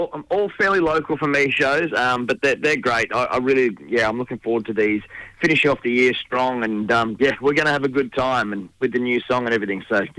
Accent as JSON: {"language": "English", "town": "Casino", "region": "New South Wales", "country": "Australia", "said": "I'm from Casino, and Casino is the official beef capital of Australia"}